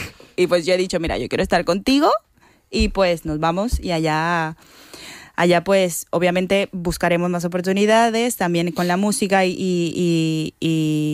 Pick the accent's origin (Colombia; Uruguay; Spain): Colombia; Barranquilla, Atlántico; y toda la música de mi tierra del Caribe colombiano, porque yo soy de Barranquilla, el Caribe colombiano.